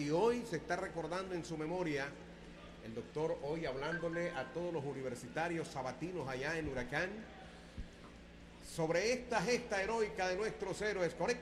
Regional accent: North Caribbean Coast Autonomous Region, Nicaragua; hoy somos parte del desarrollo y somos parte de Nicaragua.

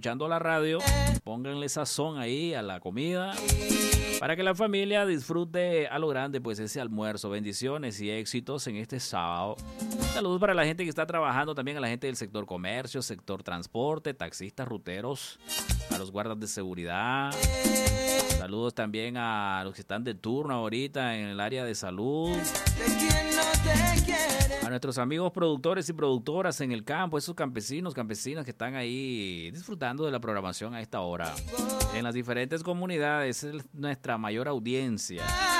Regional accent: Managua, Nicaragua; born there; En primer lugar, porque yo soy de Managua, yo nací en Managua.

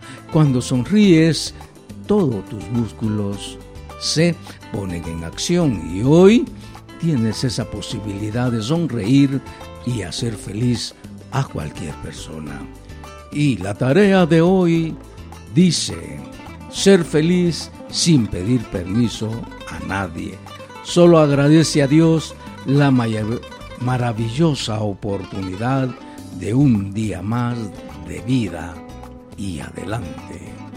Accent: Guatemala; la dicha de ser responsables como lo somos los guatemaltecos.

